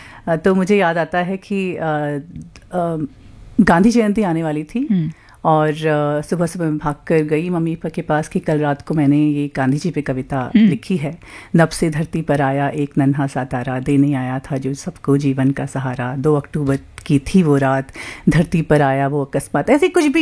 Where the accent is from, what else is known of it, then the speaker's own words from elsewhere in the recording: Uttarakhand, India; मैं पहाड़ों से आती हूँ, आई एम अ प्राउड पहाड़ी, उत्तराखंड की वादियों से।